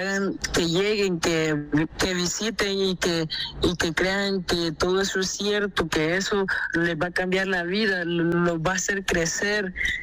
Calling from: Ahuachapán, El Salvador; Desde Aguachapán.

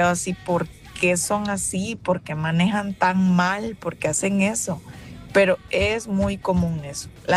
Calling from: La Libertad, El Salvador; Yo vivo en Merliot.

